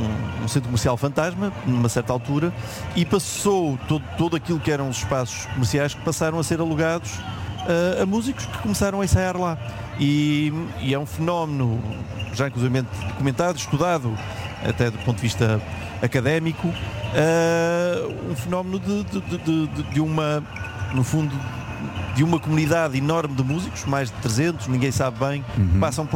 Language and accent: Portuguese; Porto, Norte, Portugal